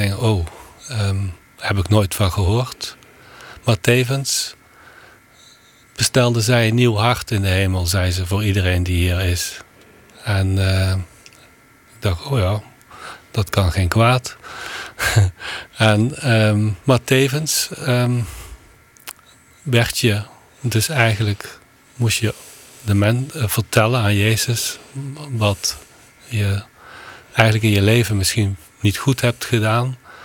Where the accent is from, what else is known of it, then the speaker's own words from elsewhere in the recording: Landgraaf, Limburg, Netherlands; ik kom uit Landgraaf. Dat ligt in de buurt van Heerlen, Kerkrade.